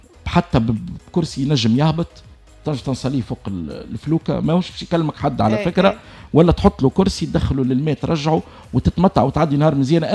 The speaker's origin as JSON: {"language": "Arabic", "town": "Fondouk Jedid", "region": "Nabeul Governorate", "country": "Tunisia", "tie": "born or raised there", "said": "ومتسكنين منطقه فندق جديد انا ولد فندق جديد"}